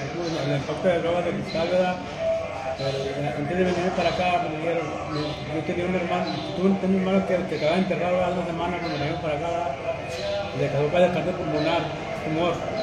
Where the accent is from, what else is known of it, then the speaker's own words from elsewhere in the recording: Galeana, Mexico; De parte de Galeana.